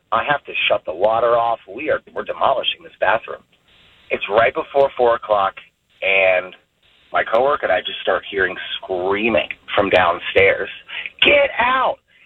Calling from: Maryland, United States; I'm from the Baltimore-Annapolis area.

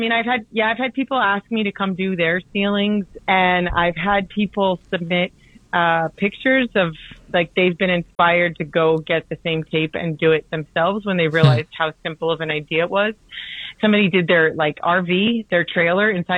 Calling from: New York, United States; from Astoria.

